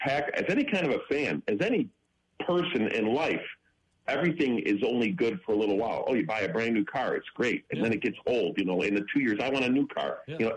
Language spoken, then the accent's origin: English; Illinois, United States; growing up in the Chicago suburbs and growing up around Bears fans